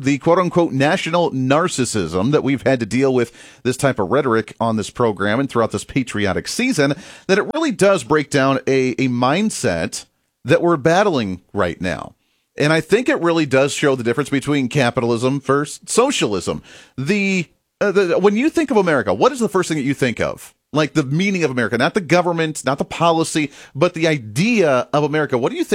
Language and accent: English; United States